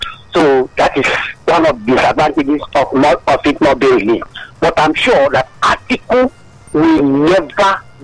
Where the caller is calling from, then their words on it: Nigeria; I'm calling from Abaoje in Ikoto.